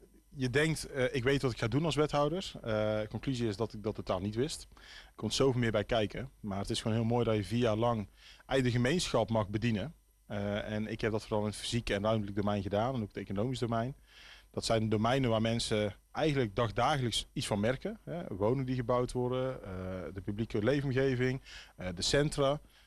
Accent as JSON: {"language": "Dutch", "town": "Kaatsheuvel", "region": "North Brabant", "country": "Netherlands", "tie": "born or raised there", "said": "ik ben zelf opgegroeid in Kaatsheuvel. Ik woon heel mijn leven al in Kaatsheuvel."}